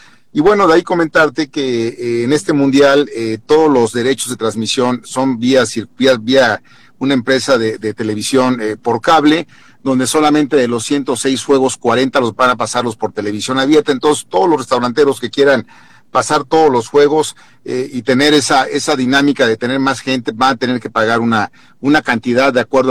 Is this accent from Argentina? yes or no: no; Mexico; como buenos mexicanos todo lo dejamos hasta el último